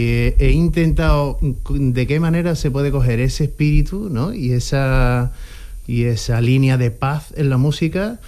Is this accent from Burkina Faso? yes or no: no; Seville, Andalusia, Spain; Los Pajaritos, que es de donde vengo yo.